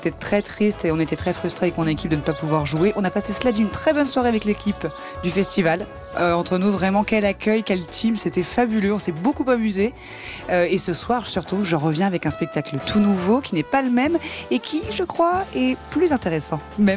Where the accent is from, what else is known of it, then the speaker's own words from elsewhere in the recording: Grand Est, France; je viens des Ardennes, dans le nord-est de la France, près de la Belgique.